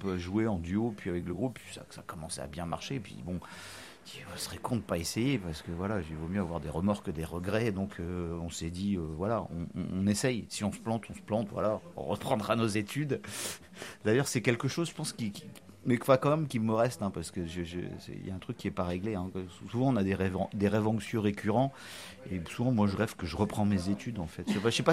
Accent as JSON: {"language": "French", "town": "Brest", "region": "Brittany", "country": "France", "tie": "born or raised there", "also_born_or_lived": "Plougastel / Quimper / Paris"}